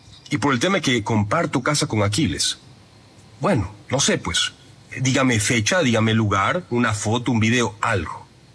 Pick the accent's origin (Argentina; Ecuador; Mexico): Ecuador